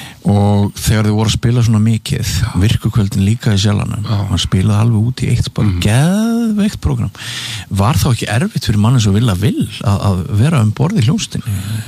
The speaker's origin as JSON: {"language": "Icelandic", "region": "North Iceland", "country": "Iceland", "said": "sko, ég er að norðan"}